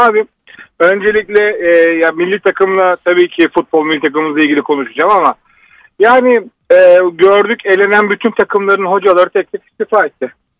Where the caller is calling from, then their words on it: İzmir, Turkey; İzmir'den.